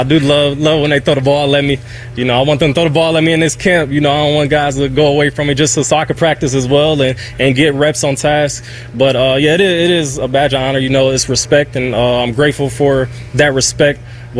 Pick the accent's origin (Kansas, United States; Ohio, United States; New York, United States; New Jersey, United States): Ohio, United States; Cleveland; I'm from Cleveland. You know, this is the city I'm from. I've always played in Ohio. I'm an Ohio kid